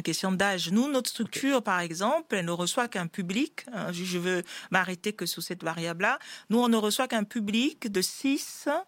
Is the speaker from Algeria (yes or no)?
no; France; born there; Je suis né en France